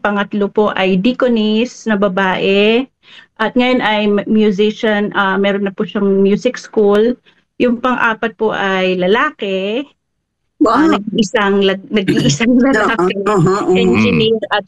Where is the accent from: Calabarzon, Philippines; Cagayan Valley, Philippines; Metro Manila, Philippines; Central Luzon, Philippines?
Central Luzon, Philippines; Guimba; born there; Ako po ay pinanganak sa Nueva Ecija.